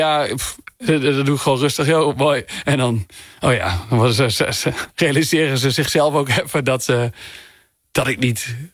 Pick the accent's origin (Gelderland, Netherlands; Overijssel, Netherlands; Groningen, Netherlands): Groningen, Netherlands; grappen zijn die je gewoon echt als Groninger gewoon denkt, ach, oh ja, dat woord, dat heb ik lang niet gehoord.